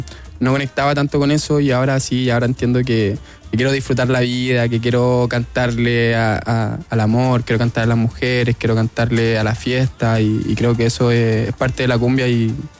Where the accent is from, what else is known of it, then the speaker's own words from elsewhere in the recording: Santiago, Santiago Metropolitan Region, Chile; Yo me crié en La Jaula, no sé si ustedes conocieron La Jaula, que era una barriada bailable que estaba en el Parque O'Higgins, que es como histórico. Y bueno, siempre me crié en estas fiestas donde solamente se tocaba cumbia